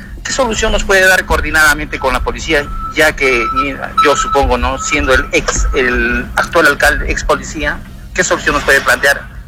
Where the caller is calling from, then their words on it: Miraflores, Peru; Yo soy un vecino de Miraflores.